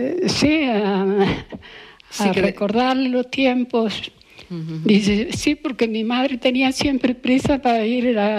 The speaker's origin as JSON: {"language": "Spanish", "town": "Fuencaliente", "region": "Canary Islands", "country": "Spain", "tie": "born there", "said": "El barrio de las Indias, que es donde yo nací, mi familia."}